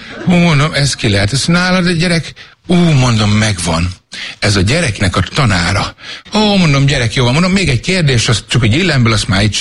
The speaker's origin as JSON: {"language": "Hungarian", "region": "Szabolcs-Szatmár-Bereg", "country": "Hungary", "said": "Mondom, én Szabolcsi vagyok, hát mondom."}